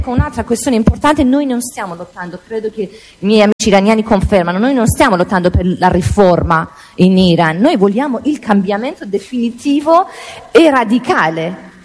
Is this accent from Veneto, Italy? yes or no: yes; Verona, Veneto, Italy; io vengo da Verona, abito a Verona